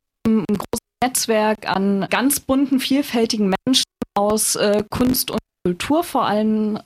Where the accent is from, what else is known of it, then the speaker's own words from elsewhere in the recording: Mecklenburg-Vorpommern, Germany; now in Greifswald, Germany; ich komme aus Vorpommern. Ich bin sehr lange auch bei der Vorpommern-Bühne anklammt, ja, Theater gespielt, habe mit 7 angefangen